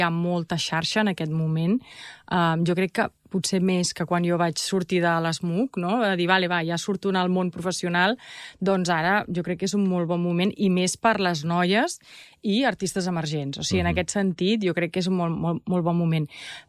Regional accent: Catalonia, Spain; jo he crescut molt a l'Empordà

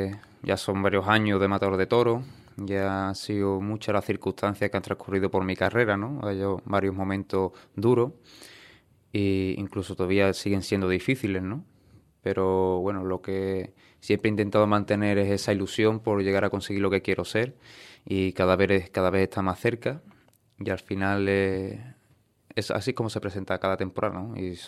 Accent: El Puerto de Santa María, Andalusia, Spain

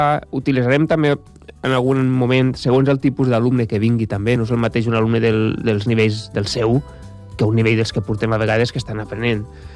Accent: Valencian Community, Spain; jo soc valencià

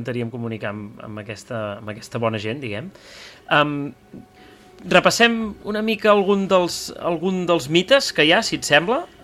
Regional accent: Catalonia, Spain; clar, som catalans, per definició el que faríem és parlar-los en castellà i molt alt

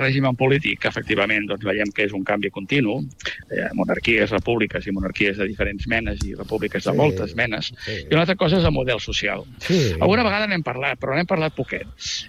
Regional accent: Catalonia, Spain; jo visc a Catalunya i sóc administrativament espanyol. Nacional català, però administrativament espanyol.

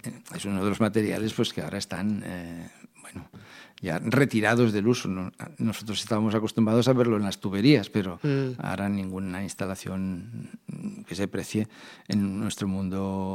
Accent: Canary Islands, Spain; born there; Tiene 5 hijos, 4 de los cuales nacimos en Canarias, cuando él fue destinado como catedrático de dibujo a la Universidad de La Laguna, para la Escuela de Magisterio.

